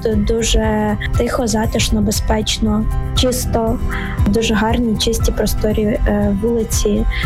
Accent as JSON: {"language": "Ukrainian", "town": "Vinnytsia", "region": "Vinnytsia Oblast", "country": "Ukraine", "tie": "born or raised there", "said": "Тому що я тут народилася, виросла, живу тут і якось по-іншому я мислити навіть і не можу."}